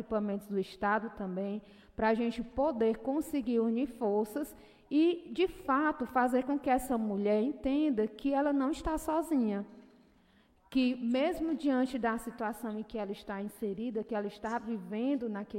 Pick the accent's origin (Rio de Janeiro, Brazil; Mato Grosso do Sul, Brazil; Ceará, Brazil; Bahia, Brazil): Ceará, Brazil; Tamboril; now in Crateús, Brazil